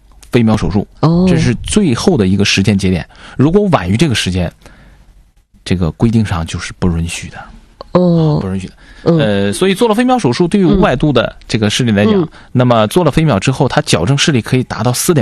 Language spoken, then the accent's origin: Chinese; Changchun, Jilin, China; moved away as an adult; now in Xi'an, China; 我在长春生活了18年，然后呢上大学的时候去了西安，一直到现在，所以实际上我是回家乡来宣传这个我的大学。